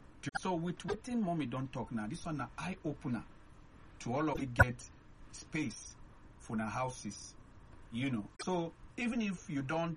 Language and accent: English; Kaduna State, Nigeria; Because, like I said, I grew up in Kaduna State. We've been get small farm, we call them garden.